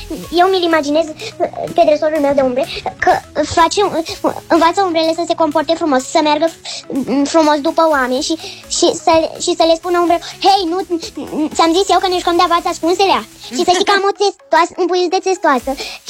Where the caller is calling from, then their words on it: Bucharest, Romania; din București. Am 6 ani și 4 luni.